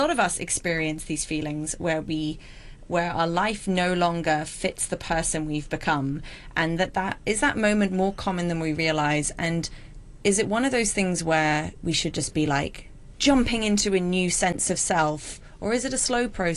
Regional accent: Hong Kong; born there; when we were younger growing up in Hong Kong

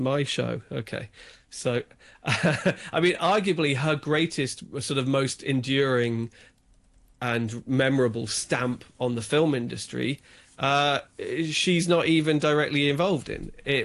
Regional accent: England, United Kingdom; I grew up in England where country music has a limited audience anyway.

